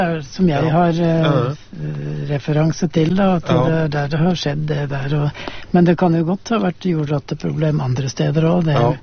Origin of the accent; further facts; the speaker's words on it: Østmodum, Buskerud, Norway; Så hvis jeg ser på gården hjemme på Østmodum, så det jo, der jo en stor del av hagen jo nyplanta